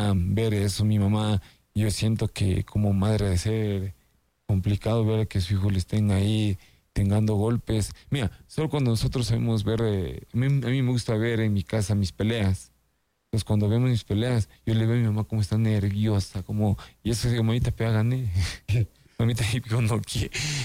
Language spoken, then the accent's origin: Spanish; Ecuador; y que no, soy ecuatoriano, y algo bonito